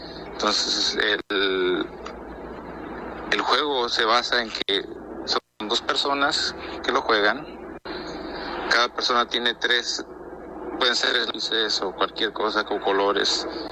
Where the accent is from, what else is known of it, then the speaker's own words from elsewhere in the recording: Morelos, Mexico; now in Arizona, United States; soy de Arizona, originalmente de Morelos.